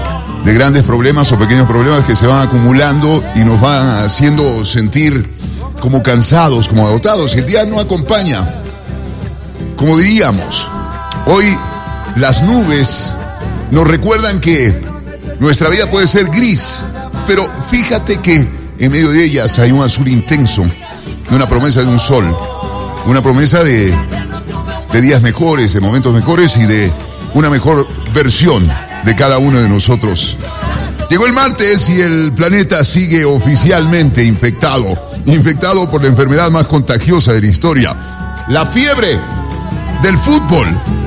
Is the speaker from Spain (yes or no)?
no; Ecuador